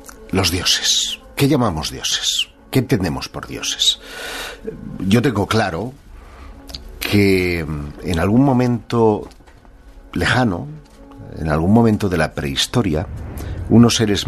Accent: Terrassa, Catalonia, Spain; Mi ciudad natal.

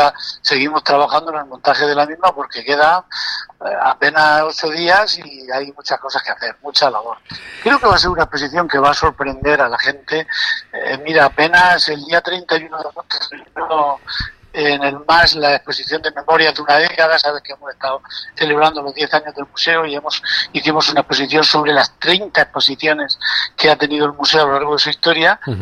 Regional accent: Lorca, Region of Murcia, Spain; las costumbres que tenemos en Lorca

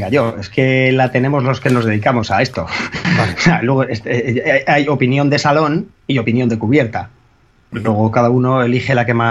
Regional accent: Galicia, Spain; te voy a contestar como gallego

